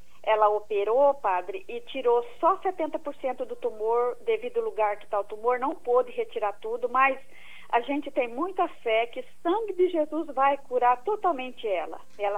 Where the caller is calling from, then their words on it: Nova Canaã do Norte, Mato Grosso, Brazil; De Nova Canaã do Norte.